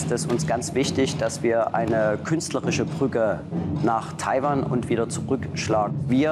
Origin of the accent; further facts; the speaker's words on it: Dresden, Saxony, Germany; Ich komme aus Sachsen, ich bin Dresdner